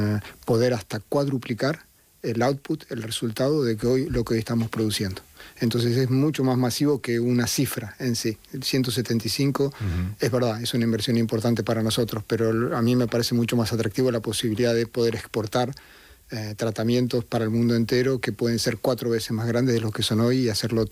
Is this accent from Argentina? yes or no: yes; Argentina; moved away as an adult; also born or lived in Brazil / China; Como argentino, viví 5 años en Brasil.